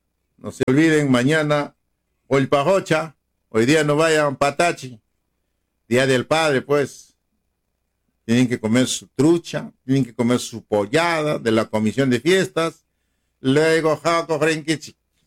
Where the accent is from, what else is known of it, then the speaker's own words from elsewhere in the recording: Chumpi, Ayacucho, Peru; moved away; Yo cuando he venido de mi pueblo de Chumpi